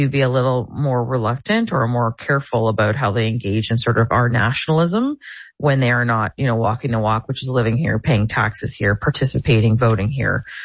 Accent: Amherstburg, Ontario, Canada; moved away as an adult; I still feel like I'm a girl from Southern Ontario, like an Amherstburg girl. I haven't lived there since I was 18, but I visit there. But it's an important part of who I am.

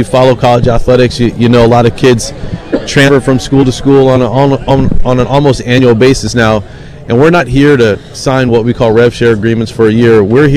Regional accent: Pacific Northwest, United States; I grew up in the Pacific Northwest

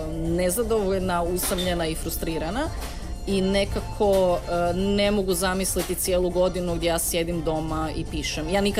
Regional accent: Kutina, Sisak-Moslavina County, Croatia; ja sam iz Kutine, ja sam ono dijete iz zajedničke klase iz Kutine

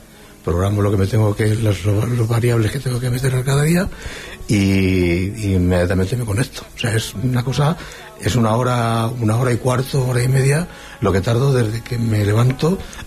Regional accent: Socuéllamos, Castilla-La Mancha, Spain; Yo soy de Sogüellamos.

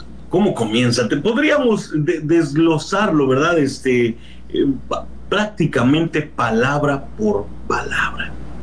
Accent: Mexico; tal vez los que somos mexicanos, ¿verdad? Tal vez a Cancún, tal vez a Puerto Vallarta, Acapulco sería una buena opción

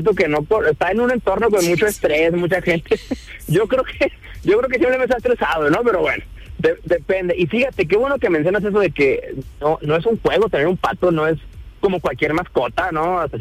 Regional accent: Mexico; nosotros como mexicanos

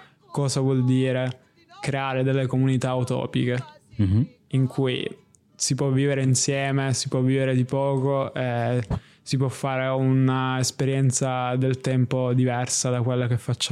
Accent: Sicily, Italy; moved away; perché appunto è nato nella mia città natale.

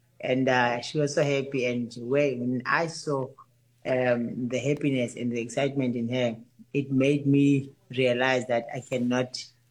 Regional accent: South Africa; I'm South African. I'm a South African.

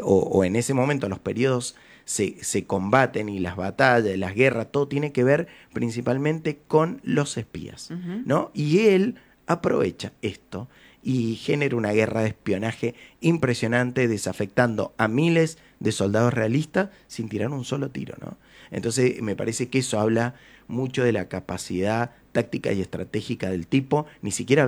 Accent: Mendoza, Argentina; Como cuyano, como mendocino

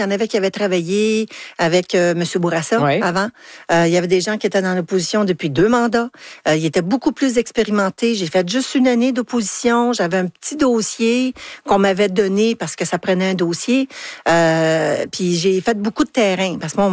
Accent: Montreal, Quebec, Canada; C'était chez nous, mon patelin, les gens que je connaissais, les organismes que je connaissais

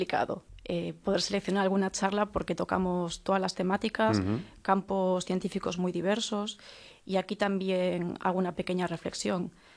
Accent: Spain; somos españoles

